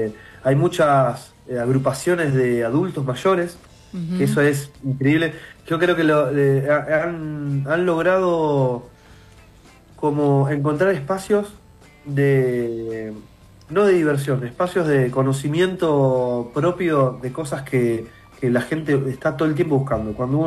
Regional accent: Argentina; son raíces fundamentales para nosotros como argentinos

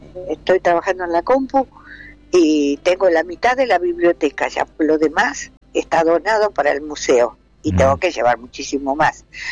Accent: Lucas González, Entre Ríos, Argentina; born there; also born or lived in Buenos Aires; yo soy nacida en Lucas

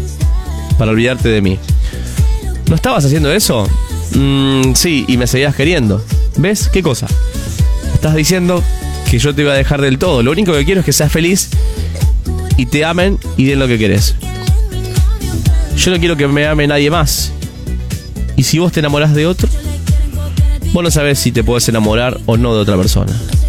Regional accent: Chaco, Argentina; now in Rosario, Argentina; Estoy en Rosario, pero soy chaqueño.

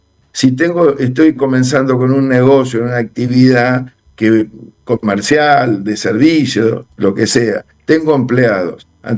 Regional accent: Argentina

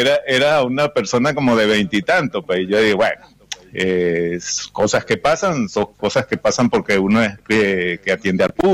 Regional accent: Venezuela; moved away as an adult; now in Argentina

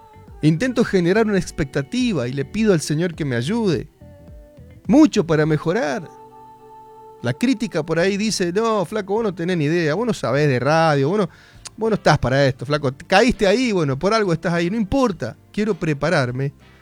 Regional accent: Argentina; lo hago porque soy argentino.

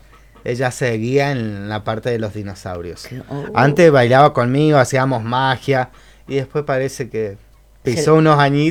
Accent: Mendoza, Argentina; born there; moved away as an adult; tengo 33, cumplí en febrero. Me quedan 2 años. Y sí, yo soy nacido en Mendoza, tengo mi familia viviendo en Godoy Cruz.

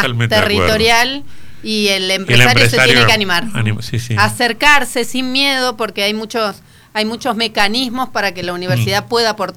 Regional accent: Buenos Aires, Argentina; now in Entre Ríos, Argentina; Somos todos de Capital Federal.

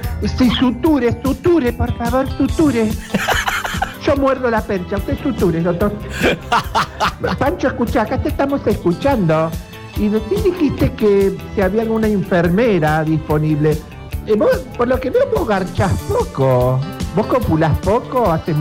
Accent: Argentina; Soy argentino, me venda.

